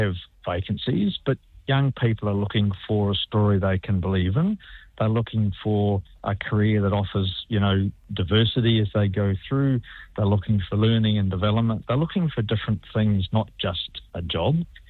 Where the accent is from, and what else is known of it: Australia